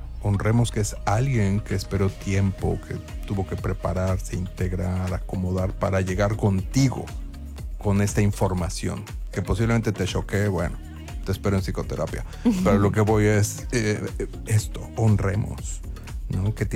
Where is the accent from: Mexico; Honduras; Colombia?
Mexico; creo, como sociedad mexicana, o al menos soy optimista en lo que voy encontrando en el consultorio